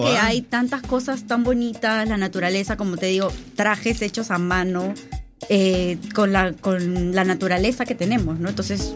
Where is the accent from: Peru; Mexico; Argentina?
Peru; Lima; born there; moved away; Soy peruana, como lo dije, nacida en la capital. Tengo 27 años.